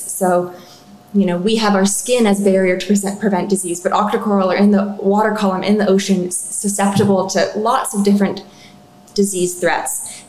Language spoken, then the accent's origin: English; San Diego, California, United States; I'm actually from San Diego and I grew up coming to this aquarium.